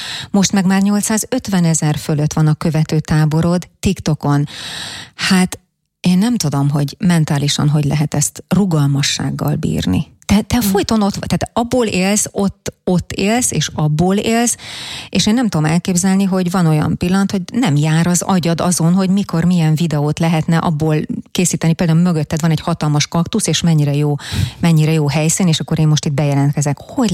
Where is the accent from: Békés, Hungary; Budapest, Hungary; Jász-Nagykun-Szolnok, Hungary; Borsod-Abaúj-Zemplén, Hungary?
Jász-Nagykun-Szolnok, Hungary; Jászfelsőszentgyörgy; born there; az Én falum Jászfelsőszentgyörgy